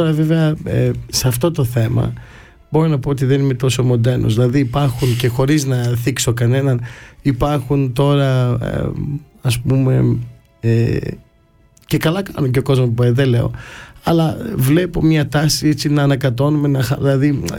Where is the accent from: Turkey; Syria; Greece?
Turkey; Istanbul; Σαν Έλληνας της πόλης χαίρομαι σε αυτό